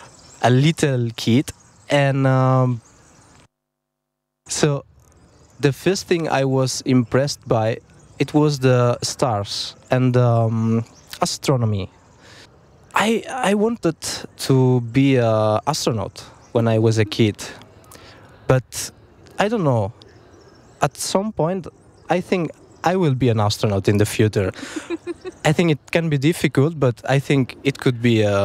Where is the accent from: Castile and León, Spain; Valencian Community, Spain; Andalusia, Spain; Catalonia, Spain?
Catalonia, Spain; San Vicente de Castellet; English is a second language; I'm from a little town near to Montserrat, if someone knows. It's in the middle of Catalonia, so in the northeastern part of Spain. I was a really curious kid from San Vicente de Castellet.